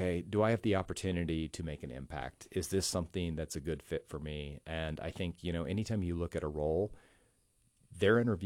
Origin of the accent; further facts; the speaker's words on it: Indiana, United States; It reminds me of where I grew up in Indiana.